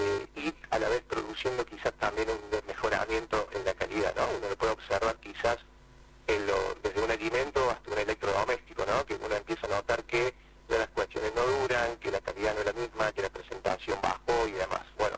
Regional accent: Córdoba, Argentina; Nosotros somos de Alta Córdoba. Salimos estando donde nacimos, sí. Así bueno, desde acá no nos hemos movido, digamos.

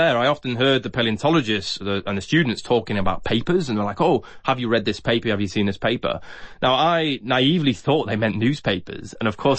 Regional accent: Doncaster, Yorkshire and the Humber, United Kingdom; born or raised there

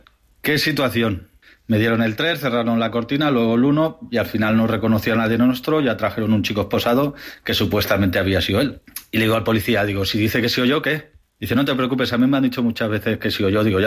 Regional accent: Valencia, Valencian Community, Spain; Buenas noches, fareros y fareras … de Valencia

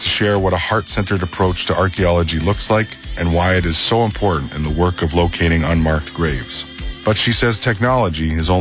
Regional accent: Peguis First Nation, Manitoba, Canada; I'm from Pegwas First Nation in Manitoba, and this is a day to listen 2026.

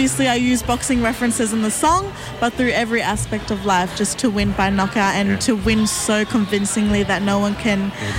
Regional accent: Campbelltown, New South Wales, Australia; born or raised there

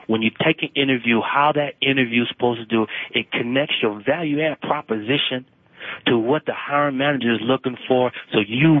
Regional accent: Michigan, United States; moved away; I'm from Michigan.

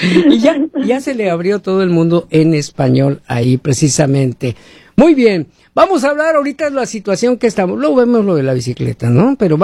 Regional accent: Mexico; Yo soy de México, y yo empecé en la música cuando tenía 13, 14 años ya, ¿no?

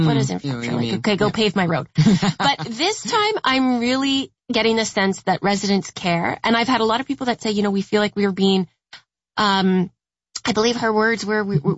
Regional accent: Ottawa, Ontario, Canada; And I grew up in Ottawa

